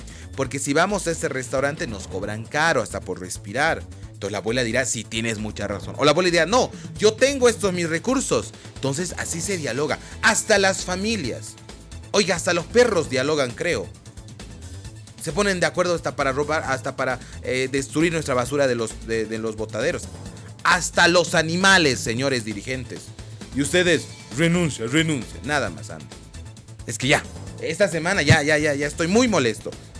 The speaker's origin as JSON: {"language": "Spanish", "country": "Bolivia", "said": "Somos ciudadanos bolivianos"}